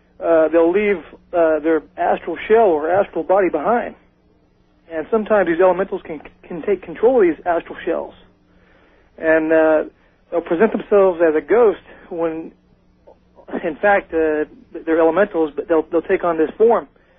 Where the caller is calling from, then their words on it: Indiana, United States; I'm calling from Southern Indiana.